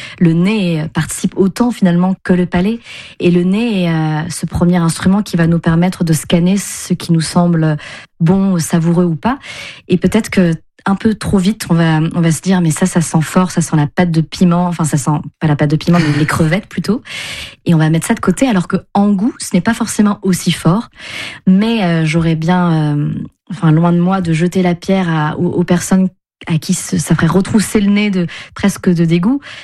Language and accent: French; France; born there; que peut-être que quand on est de la diaspora, que nos parents sont nés au Vietnam ou ailleurs, que nous on est nés en France, on a envie cette vietnamité, par exemple.